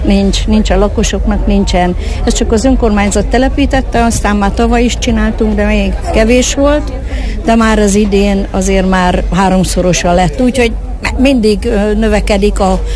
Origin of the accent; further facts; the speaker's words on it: Bán-Horváti, Borsod-Abaúj-Zemplén, Hungary; Bán-Horvátiból jöttünk, ott termeljük a fekete berkenyét.